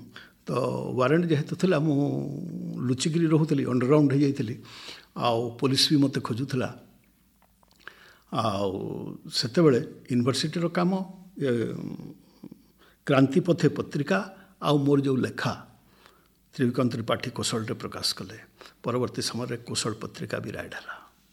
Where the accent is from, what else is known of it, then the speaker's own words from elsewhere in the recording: Odisha, India; ଆଉ ଏସ୍ପିଙ୍କୁ କହିଲି ମୁଁ ଜଣେ ସାମ୍ବାଦିକ, ଆଉ ମୋ ଘର ହେଉଛି କଳାହାଣ୍ଡି